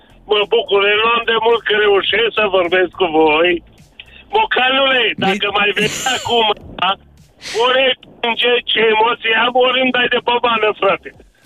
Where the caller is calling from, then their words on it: Baia Mare, Maramureș County, Romania; de la Baia Mare.